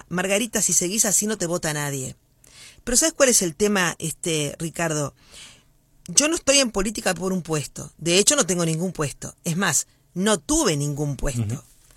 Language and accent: Spanish; Montevideo, Uruguay; born there; moved away as an adult; now in Rivera, Uruguay; yo nací en Montevideo, toda mi familia es de Montevideo, pero hace 42 años que estoy acá.